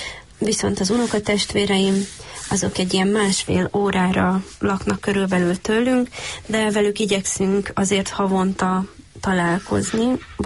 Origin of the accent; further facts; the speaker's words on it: Zakarpattia Oblast, Ukraine; moved away as an adult; now in Hungary; Mivel Kárpátaljáról származom